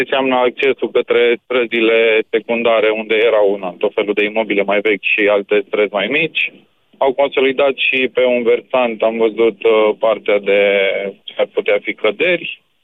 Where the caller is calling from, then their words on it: Brașov, Brașov County, Romania; eu vin din Brașov